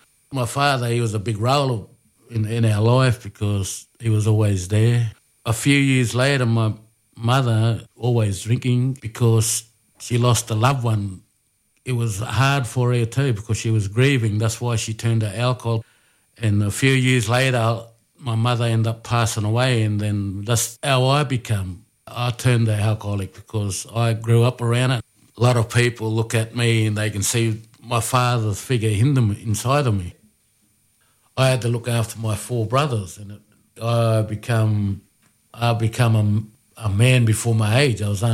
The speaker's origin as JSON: {"language": "English", "town": "Brewarrina", "region": "New South Wales", "country": "Australia", "said": "I'm from Brewarrina. My tribe is Murawari."}